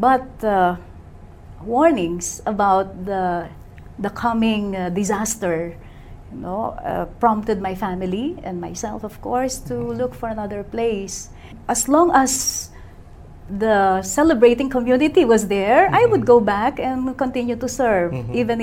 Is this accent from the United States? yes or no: no; Bacolor, Central Luzon, Philippines; in my town, mm-hmm. in Bacolor, in Pampanga.